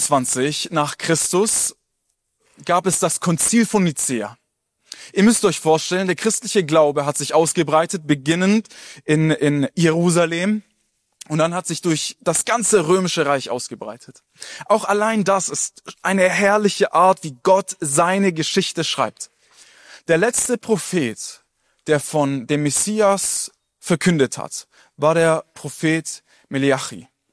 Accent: Filderstadt, Baden-Württemberg, Germany; Also ich komme aus Filderstadt. Ich komme gleich hier aus der Nähe.

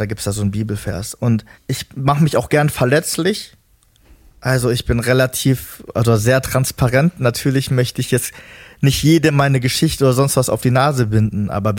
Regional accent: Hanover, Lower Saxony, Germany; ich bin gebürtig aus Hannover, da geht es schon ein bisschen ab.

